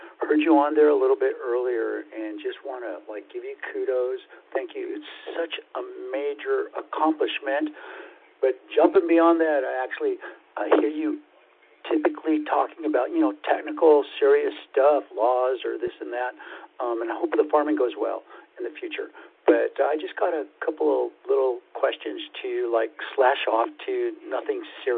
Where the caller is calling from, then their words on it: North Santa Barbara County, California, United States; I'm from North Santa Barbara County.